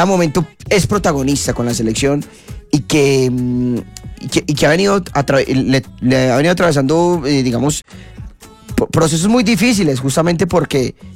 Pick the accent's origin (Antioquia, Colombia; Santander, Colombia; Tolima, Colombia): Antioquia, Colombia; Marinilla; y es que yo soy de Marinilla, Antioquia.